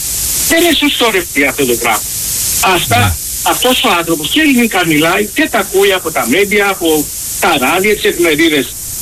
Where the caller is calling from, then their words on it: Frankfurt, Hesse, Germany; από τη Φραγκφούρτη.